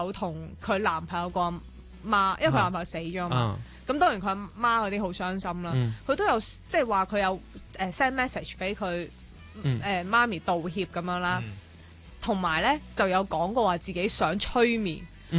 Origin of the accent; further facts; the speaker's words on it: Hong Kong; 作為香港人嘅80后啊